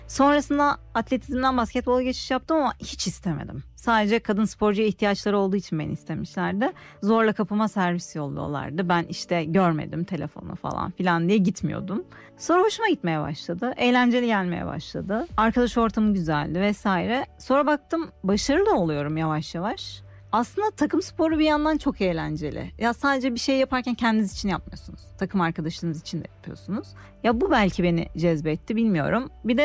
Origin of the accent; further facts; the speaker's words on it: Istanbul, Turkey; born there; 1990 yılında İstanbul'da doğdum.